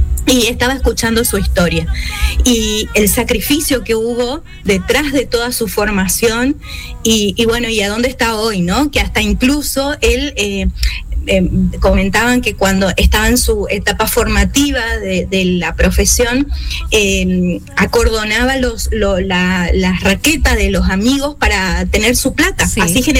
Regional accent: Argentina

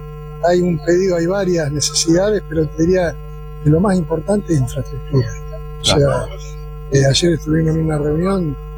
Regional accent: Argentina

